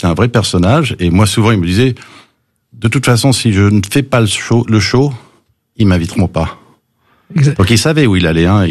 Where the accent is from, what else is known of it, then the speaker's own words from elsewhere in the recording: Nancy, Grand Est, France; French is a second language; also born or lived in California, United States; Alors, je suis né aux États-Unis de père américain et de mère française, et je suis arrivé de Californie à 8 ans. Je ne parlais pas un mot de français.